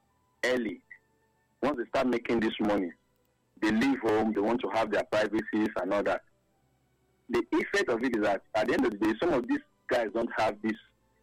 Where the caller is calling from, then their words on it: Delta, Nigeria; I'm calling from Delta State.